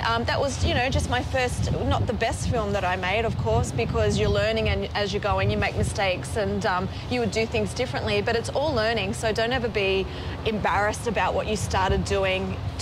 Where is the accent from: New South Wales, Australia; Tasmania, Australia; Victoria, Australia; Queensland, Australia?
New South Wales, Australia; Sydney; And it's growing up in Western Sydney.